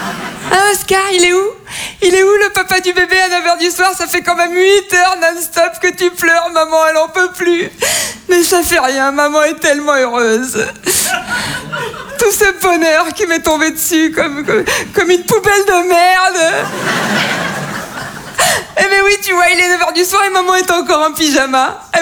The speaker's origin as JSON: {"language": "French", "town": "Toulon", "region": "Provence-Alpes-Côte d'Azur", "country": "France", "lives_now": "Paris, France", "said": "Je suis née en 1996 à Toulon. Tout le monde voit Toulon ? La Côte d'Azur, les gros bateaux, les milliardaires ? C'est pas là, c'est juste avant."}